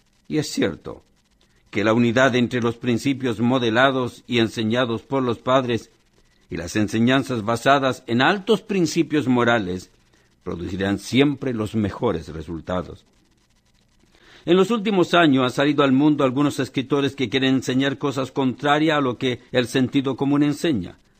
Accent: Chile; en mi país, en Chile

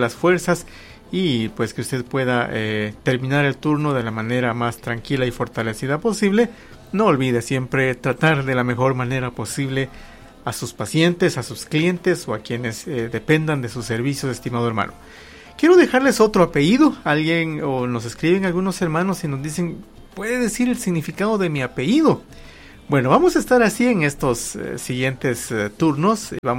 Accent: Guatemala; Parte de lo que es de nuestra identidad como guatemaltecos.

